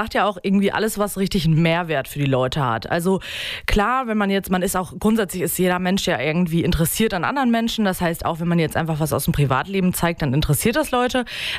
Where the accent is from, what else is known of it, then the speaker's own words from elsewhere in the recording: North Rhine-Westphalia, Germany; born there; now in Osnabrück, Germany; weil irgendwie dachte ich als gebürtige NRWlerin immer, ah ja, da oben ist ja alles flach und jetzt ist hier der Teutoburger Wald, was irgendwie sehr cool ist, dass man hier echt gut wandern kann.